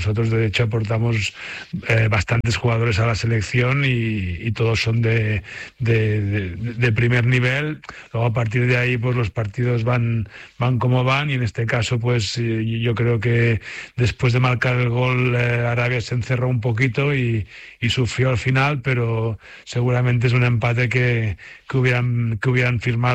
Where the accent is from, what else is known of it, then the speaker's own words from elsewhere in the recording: Spain; siendo español pero también teniendo muchos amigos y trabajando aquí es complicado